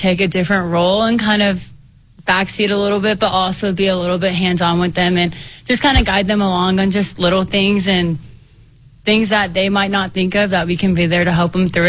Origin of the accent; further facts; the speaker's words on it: Arapahoe, Nebraska, United States; I'm from Nebraska, small town, Arapahoe.